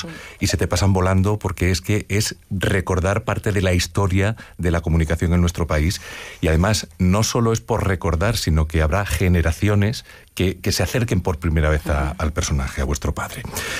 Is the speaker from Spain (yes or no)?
yes; Andalusia, Spain; como periodista que soy, como trabajador de esta casa de Radio Televisión Española y como andaluz.